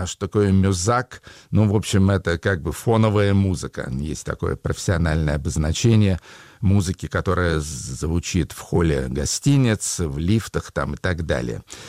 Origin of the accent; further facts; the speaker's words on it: Yaroslavl, Yaroslavl Oblast, Russia; born there; Я тоже родился в июне 1955 года. Правда, я родился в Ярославле